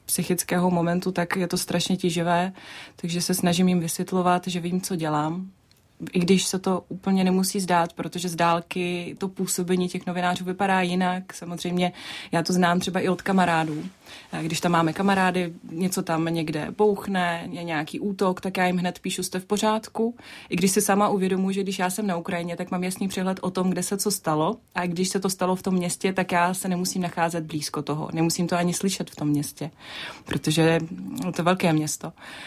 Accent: Kazakhstan; first language Russian; Czech is a second language; tak se snažím vysvětlit, že jsem původem z Kazachstánu, že jsem rodila vlastně ruskojazyčná, že ukrajinsky nemluvím, i když rozumím

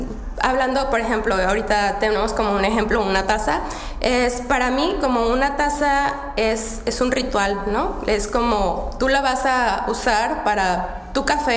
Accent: Mexico; now in Czech Republic; soy mexicana

